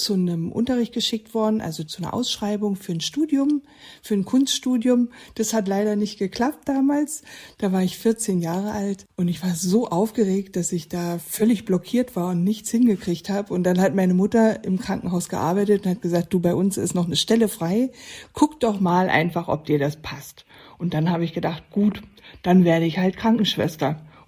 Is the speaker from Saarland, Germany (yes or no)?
no; Gardelegen, Saxony-Anhalt, Germany; moved away as an adult; now in Rerik, Germany; Ich bin in Gardelegen geboren, in Sachsen-Anhalt und vor 5 Jahren hier hochgezogen in den Norden.